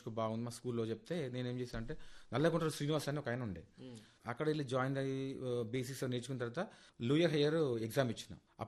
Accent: Hyderabad, Telangana, India; Sir నేను పుట్టింది సైదాబాద్లో sir.

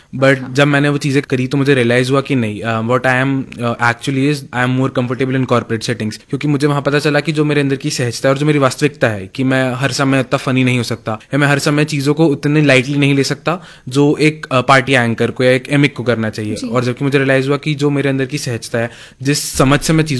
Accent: Indore, Madhya Pradesh, India; I have been born and brought up in Indore only.

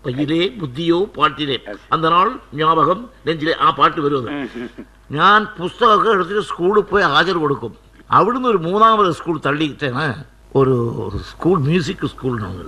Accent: Elappully, Kerala, India; പാലക്കാട് എലപ്പുള്ളി ഗ്രാമത്തിൽ എൻ്റെ വീട്. ഞാൻ അവിടെ ജനിച്ചു വളർന്നു.

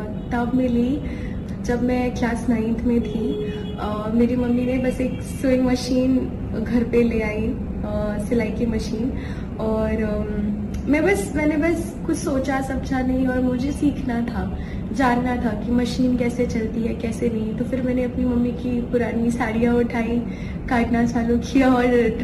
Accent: Dhanbad, Jharkhand, India; मैं भी धनबाद से हूँ।

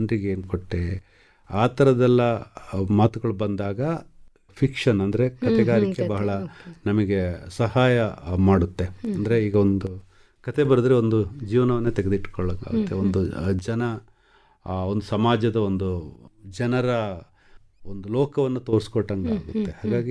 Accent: Kodagu, Karnataka, India; first language Malame (Malayalam dialect); Kannada is a second language; ನಾನು ಹುಟ್ಟಿದ್ದು ಕೊಡಗಲ್ಲಿ, ಅಲ್ಲಿ ನನ್ನ ಮಾತೃಭಾಷೆ ಮಲಯಾಳ. ಮಲಯಾಳ ಮಾತೃಭಾಷೆ ಅಂದ ತಕ್ಷಣ ನಾನು ಮಲಯಾಳಿ ಅಲ್ಲ, ಯಾಕೆಂದ್ರೆ ನಮ್ಮ ಮಾತೃಭಾಷೆಗೆ ಸ್ಕ್ರಿಪ್ಟ್ ಇಲ್ಲ, ಲಿಪಿ ಇಲ್ಲ.

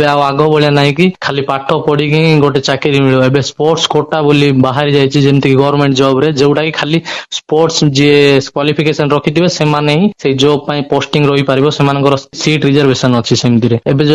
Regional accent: Odisha, India; ଓଡ଼ିଶାରୁ ମୁଁ ଜଣେଇ ଯାଇଥିଲି, ଆଉ ସେଇଟା ଥିଲା U21 ଥିଲା, ତ ସେତେବେଳେ ମୁଁ ଓଡ଼ିଶାରୁ ଜଣେ ଯାଇଥିଲି

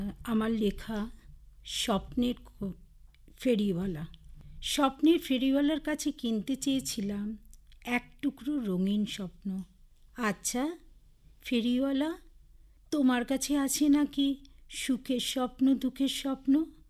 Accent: Durgapur, West Bengal, India; now in Siliguri, India; আমার বাড়ি শিলিগুড়ির বাবুপাড়ায়, আমি বাবুপাড়ায় থাকি। আর মূলত আসলে আমি উত্তরবঙ্গের কন্যা বলি কেন, যেহেতু আমি ৩০ বছর আমি উত্তরবঙ্গেতে আছি। আমি দক্ষিণবঙ্গের মেয়ে এবং আমি দুর্গাপুরের মেয়ে।

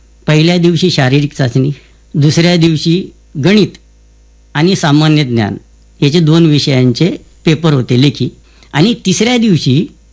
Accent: Bidkin, Maharashtra, India; म्हणून माझं गाव आहे बिडकीन, तर मग मी तिथं घरी गेलो.

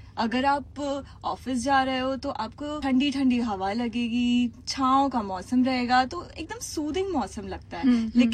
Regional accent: Indore, Madhya Pradesh, India; मैं इंदौर से हूँ और मैं गूगल एड्स में काम करती हूँ।

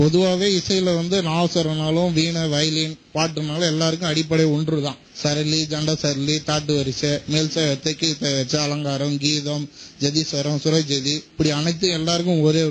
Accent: Viluppuram district, Tamil Nadu, India; now in Puducherry, India; என்னுடைய சொந்த ஊர் வந்து விழுப்புரம் மாவட்டம் மரக்காணம் பக்கத்துல தப்பாவத்தாவில தாத்தா நாசூர் அப்படி பரம்பரையா வந்தது.

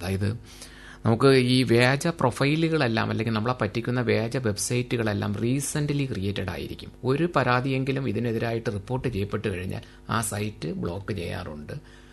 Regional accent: Kerala, India; നമ്മൾ പ്രത്യേകിച്ച് നമ്മൾ മലയാളികൾ

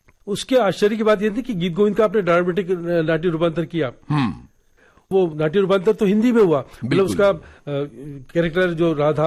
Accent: Jaipur, Rajasthan, India; जयपुर मेरे लिए पूरा खुला मंच था

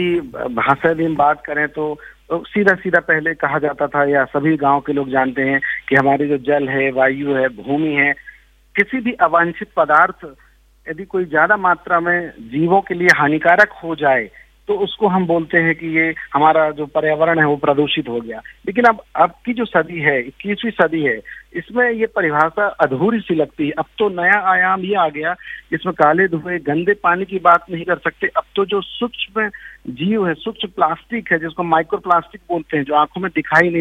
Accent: Niwari, Madhya Pradesh, India; now in Amarkantak, India; मूलतः मैं मध्य प्रदेश मंडला के छोटे से गांव निवारी का रहने वाला हूं। बचपन से ही गांव की मिट्टी, जंगल और नर्मदा की धाराएं मेरे जीवन के सच्चे शिक्षक रहे हैं।

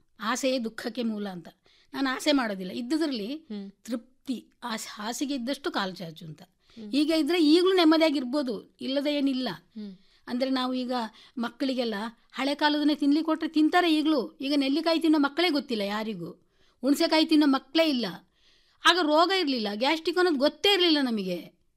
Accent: Kodagu, Karnataka, India; accent: Mysore Kannada; ನಮ್ಮ ಕನ್ನಡ ಅಂದ್ರೆ ನಮ್ದು ಮೈಸೂರು ಕನ್ನಡ ಜಾಸ್ತಿ ನಮ್ಮೂರಲ್ಲಿ

